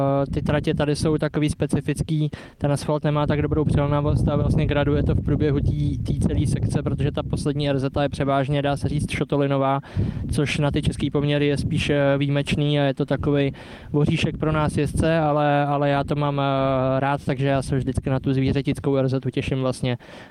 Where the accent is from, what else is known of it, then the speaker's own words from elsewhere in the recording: Mladá Boleslav, Central Bohemian Region, Czechia; protože jsem rodák z Mladé Boleslavy, takže v domovském městě Škodovky je to pro mě taková speciální motivace